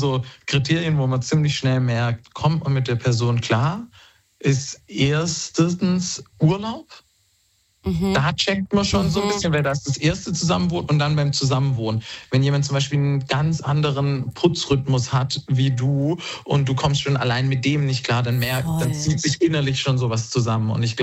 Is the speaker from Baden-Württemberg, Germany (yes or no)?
yes; Stuttgart, Baden-Württemberg, Germany; Ich aus dem Schwabenländle natürlich, aus Stuttgart.